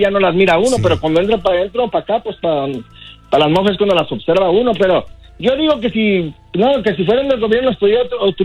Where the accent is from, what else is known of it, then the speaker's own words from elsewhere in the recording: Tepames, Colima, Mexico; soy de Tepame, es un saludo a la gente de Tepame, sí, que está escuchando la 101.9.